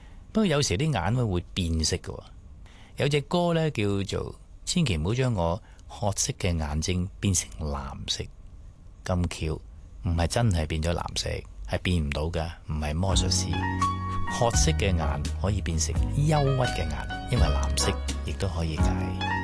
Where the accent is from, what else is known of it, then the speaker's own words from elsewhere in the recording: Guangdong, China; 我哋廣東人